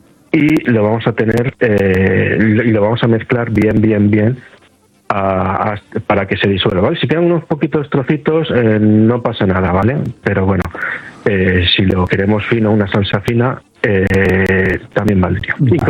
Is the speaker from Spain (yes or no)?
yes; Extremadura, Spain; productos típicos de mi tierra de Extremadura